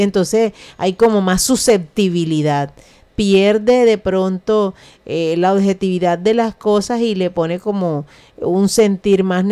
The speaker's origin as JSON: {"language": "Spanish", "region": "Córdoba", "country": "Colombia", "moved": "yes", "said": "ustedes saben que yo vengo de Córdoba"}